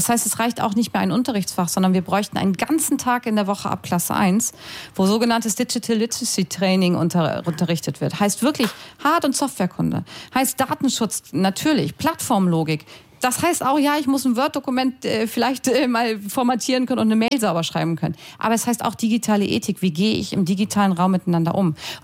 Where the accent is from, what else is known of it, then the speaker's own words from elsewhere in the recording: Lower Saxony, Germany; früher hieß es bei uns in Niedersachsen mal Orientierungsstufe